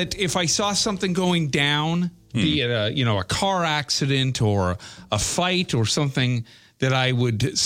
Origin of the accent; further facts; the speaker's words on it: Brampton, Ontario, Canada; There was a story years ago in the Bramalea City Center, a mall out there in the West End, my hometown.